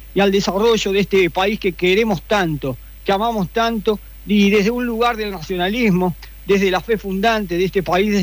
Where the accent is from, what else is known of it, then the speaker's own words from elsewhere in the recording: Argentina; se nos identifica como argentinos